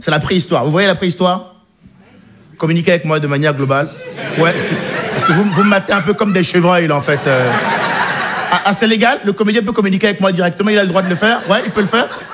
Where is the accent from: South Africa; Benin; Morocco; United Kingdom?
Benin; born or raised there